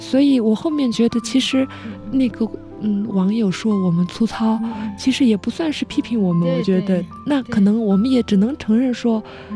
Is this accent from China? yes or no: yes; Lhasa, Tibet, China; 我觉得我们拉萨人还是很好